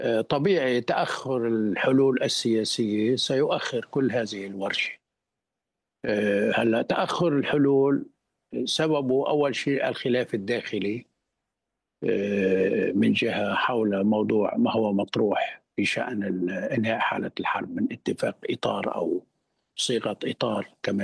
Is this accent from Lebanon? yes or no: yes; Lebanon; now in Beirut, Lebanon; على اللبنانيين أن ننتظره،